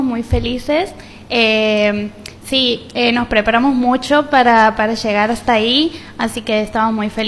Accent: Santiago del Estero, Argentina; Fuimos 13 de aquí de Santiago del Estero los que fuimos

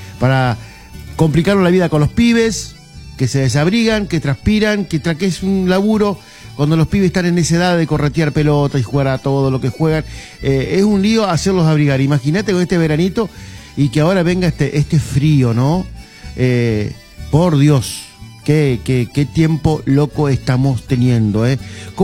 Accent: Puerto Gaboto, Santa Fe, Argentina; este pequeño Edén que tenemos los gaboteros, ¿no? Y todos aquellos que se vienen a fincar aquí a Puerto Gaboto. Este pequeño Edén que tenemos acá a la orilla del río Coronda y el río Carcarañá

